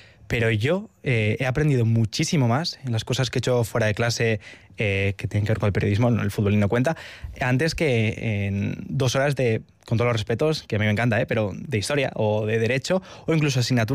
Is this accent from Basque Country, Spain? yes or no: yes; Portugalete, Basque Country, Spain; Y es que, claro, yo soy de Portugalete. Para ir a Leioa, que es donde estudio, me tengo que despertar a las 7